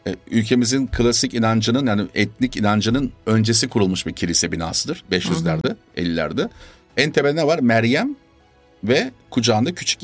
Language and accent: Turkish; Sivas, Turkey; Ama kurtuluş, işte sen Sivaslısın, ben Sivaslıyım.